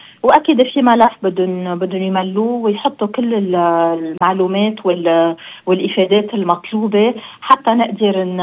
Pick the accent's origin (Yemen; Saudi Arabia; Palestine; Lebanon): Lebanon; لبنان، بلدنا لبنان.